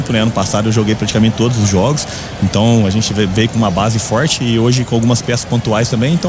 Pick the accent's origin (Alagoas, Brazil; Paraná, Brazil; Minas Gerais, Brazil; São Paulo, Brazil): Minas Gerais, Brazil; now in Lajeado, Brazil; Sou natural de Minas Gerais, mas hoje eu moro em Lajeado, né? Rio Grande do Sul.